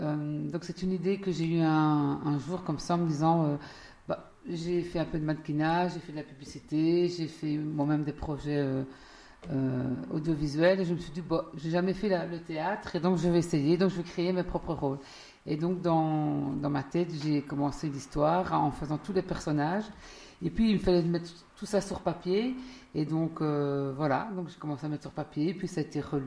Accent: Charleroi, Wallonia, Belgium; accent: Carolo; SPRO, c'est le diminutif en wallon, puisque je suis Carolo, l'accent est là.

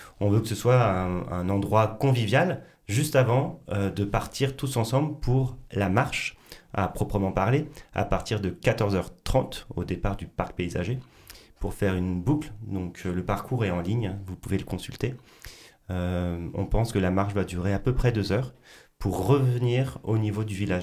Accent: Saint-Nazaire, Pays de la Loire, France; also born or lived in Paris; on vient de la région de Saint-Nazaire. Mais on est parti vivre pendant 10 ans à Paris et on a décidé de s'installer à Saint-Nazaire.

